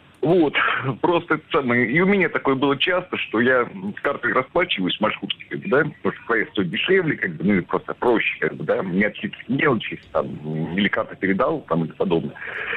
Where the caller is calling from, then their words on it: Voronezh, Voronezh Oblast, Russia; я из Воронежа